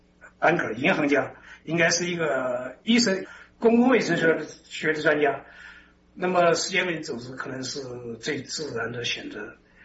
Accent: Xinyang, Henan, China; 当时河南省南部的信阳地区发生了恶性疟的爆发流行，也就是我家乡发生了恶性疟的爆发流行。我非常高兴，我能回到我的家乡帮助我的同乡。

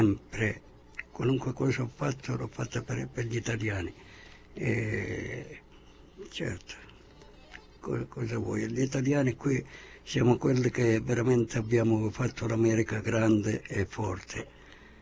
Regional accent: Calabria, Italy; accent: Calabrian; Come si capisce che anche io sono calabrese, dal mio accento calabrese.

